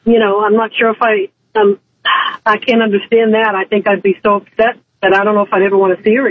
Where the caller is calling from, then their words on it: Massachusetts, United States; I'm from Massachusetts.